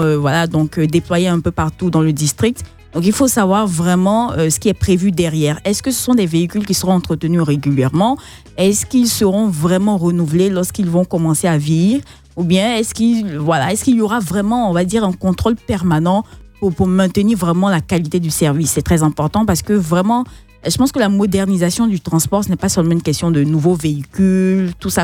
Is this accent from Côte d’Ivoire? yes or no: yes; Côte d’Ivoire; On est ivoirien